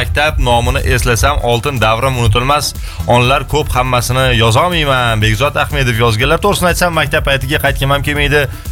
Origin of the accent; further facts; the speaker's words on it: Fergana, Fergana Region, Uzbekistan; Biz Farg'ona shahardamiz. Shahardanmiz.